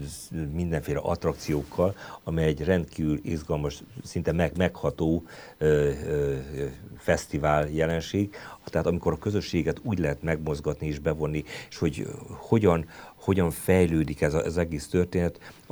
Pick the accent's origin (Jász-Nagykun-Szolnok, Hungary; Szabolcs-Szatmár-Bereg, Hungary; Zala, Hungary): Szabolcs-Szatmár-Bereg, Hungary; Nyírcsaholy; azóta is szolgálom a szülőfalumban, illetve a lakóhelyem is, Mátészalkai Nyírcsaholyban lakom